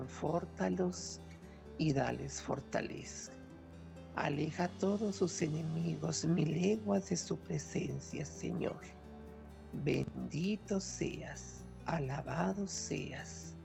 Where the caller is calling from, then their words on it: Santa Bárbara, Chihuahua, Mexico; de Santa Bárbara, Chihuahua.